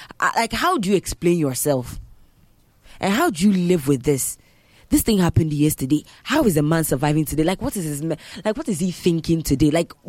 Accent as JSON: {"language": "English", "country": "Ghana"}